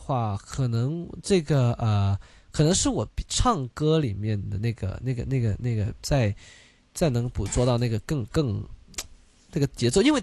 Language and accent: Chinese; Hong Kong; 因为我们香港人是怎么样，我们吃饱饭然后就看个戏